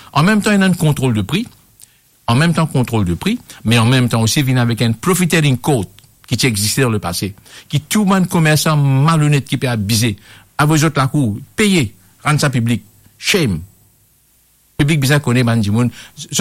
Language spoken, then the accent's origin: French; Mauritius; nous, le Mauricien, allons dans notre pays, allons sourire dans notre pays